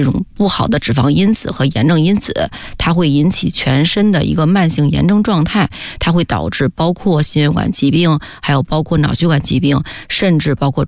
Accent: China; 咱们中国人

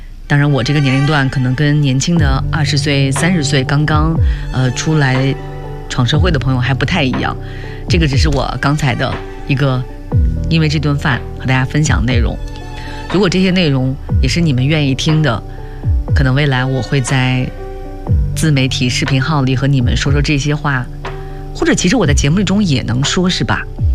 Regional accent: Northeast China, China; now in Beijing, China; 在我们东北老家

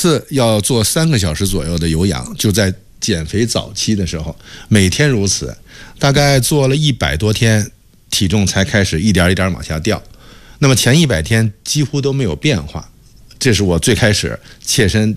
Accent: China; 我们中国人

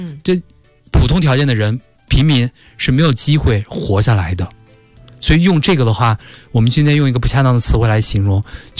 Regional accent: China; 我们中国人

